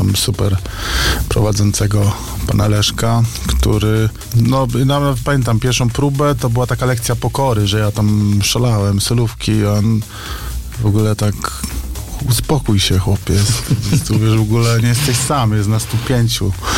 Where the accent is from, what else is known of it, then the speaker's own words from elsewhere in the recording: Limanowa, Lesser Poland, Poland; Znaczy, pochodzę spod Limanowej, to w Limanowej się uczyłem w szkole muzycznej, ale na klarnecie.